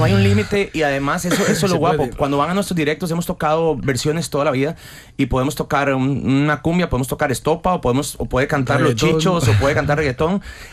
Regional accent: Sabadell, Catalonia, Spain; Claro, yo soy de Sabadell de toda la vida.

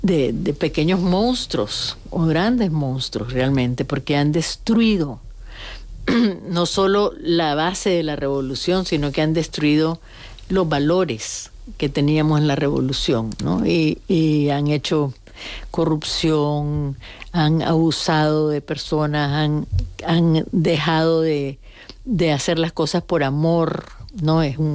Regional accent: Nicaragua; yo voy a seguir estando en mis libros como poeta nicaragüense

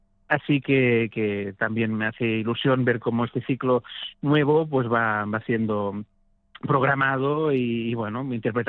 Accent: Spain; also born or lived in New York; yo nunca quiero renunciar a mis raíces. Y me siento pues muy feliz de estar en mi país en fin, de tener una carrera en Cataluña y en España, ¿no?

